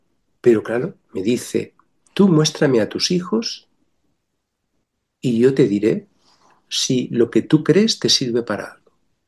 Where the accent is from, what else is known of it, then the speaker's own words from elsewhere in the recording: Extremadura, Spain; soy extremeño profundo, pero no se nota.